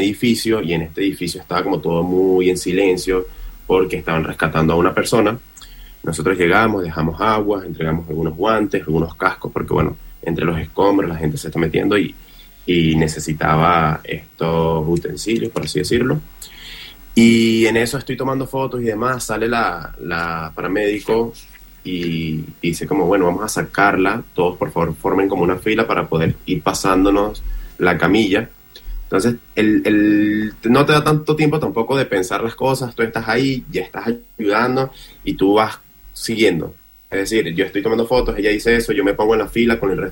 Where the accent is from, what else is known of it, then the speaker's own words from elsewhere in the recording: Venezuela; now in Caracas area, Venezuela; yo soy de otro estado, del interior del país, y desde mi pueblo